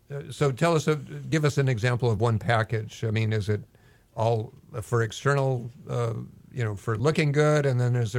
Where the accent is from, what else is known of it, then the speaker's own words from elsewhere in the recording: Hawaii, United States; or as we growing up in Hawaii, we just called it walking barefooted.